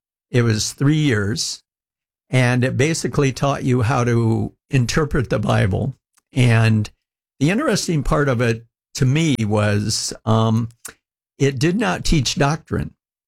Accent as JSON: {"language": "English", "region": "Michigan", "country": "United States", "tie": "born or raised there", "said": "Growing up, I grew up in Michigan, and I'm one of those weird kids that always knew what I wanted to be when I grew up"}